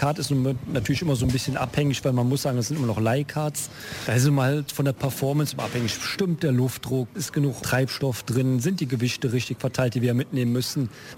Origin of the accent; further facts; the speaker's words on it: Eschweiler, North Rhine-Westphalia, Germany; Wir kommen ja alle aus Eschweiler.